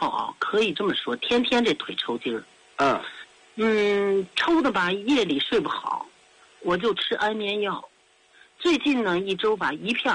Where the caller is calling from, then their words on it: Shijiazhuang, Hebei, China; 我是河北石家庄的。